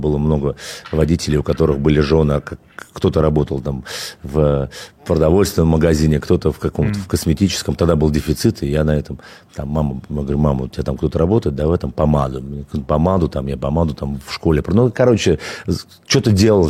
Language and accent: Russian; Khimki, Moscow Oblast, Russia; Слушай, ну я родился в Химках, это Подмосковье, на левом берегу, в частности, да, это такой подмосковный район, ну, прям сразу за кольцевой дорогой, учился в спортивной школе